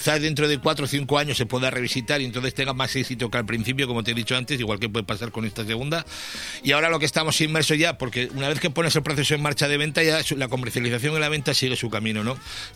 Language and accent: Spanish; Tafalla, Navarre, Spain; que yo soy de Tafalla, muy orgulloso.